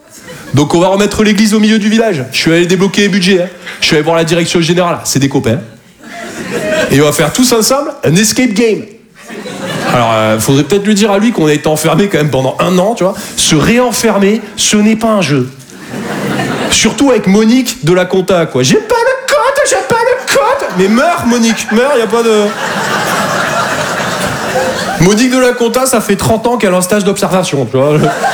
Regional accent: Toulouse, Occitanie, France; moved away; je viens de Toulouse à la base.

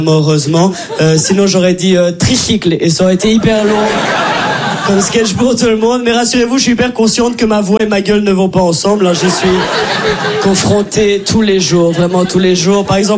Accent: Brussels, Belgium; accent: Brussels

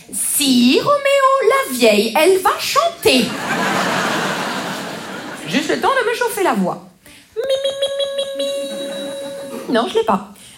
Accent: Grand Est, France; Oui. Vous savez, c'est en France. C'est juste avant l'Ukraine, vous voyez? En Lorraine.

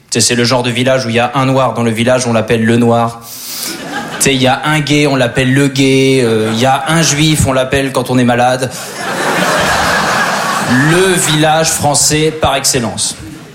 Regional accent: Normandy, France; Alors moi je suis originaire de Basse-Normandie.

